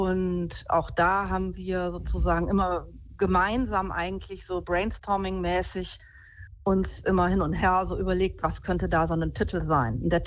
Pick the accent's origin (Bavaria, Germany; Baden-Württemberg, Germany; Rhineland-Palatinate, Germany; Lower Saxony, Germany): Lower Saxony, Germany; Osnabrück; Also ich komme aus Osnabrück, da war der Sonntag heilig, ganz klar.